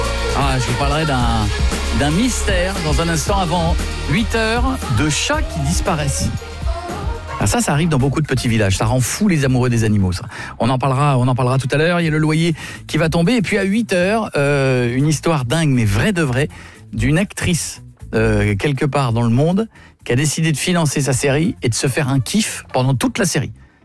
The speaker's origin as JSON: {"language": "French", "country": "France", "said": "Ce soir, en attendant, chez nous en France, on a la nouvelle saison de Koh-Lanta."}